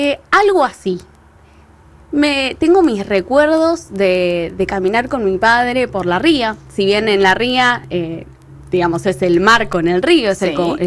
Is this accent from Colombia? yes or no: no; Río Gallegos, Santa Cruz, Argentina; moved away as an adult; also born or lived in Spain / Australia; Soy de acá, de Río Gallegos, y estuve viajando mucho, estuve viviendo en diferentes lugares en el mundo, uh-huh. Y me acerqué al mar y siempre viví en ciudades costeras. Viví en España, uh-huh. Frente al mar Mediterráneo.